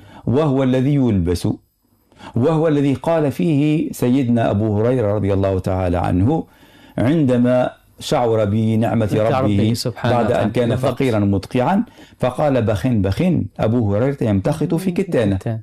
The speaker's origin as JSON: {"language": "Arabic", "country": "Tunisia", "said": "ولذلك وقت تجي أنا تونسي ونفتي نقول له لا ما عندكش حق باش تقدم صلاة العشاء"}